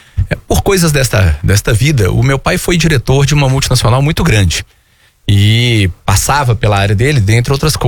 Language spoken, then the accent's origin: Portuguese; Belo Horizonte, Minas Gerais, Brazil; lá na cidade onde eu cresci, em Belo Horizonte